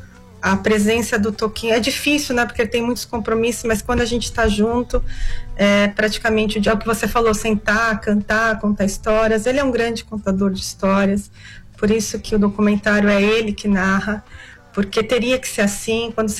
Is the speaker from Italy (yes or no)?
yes; Italy; Sabe que eu sou italiana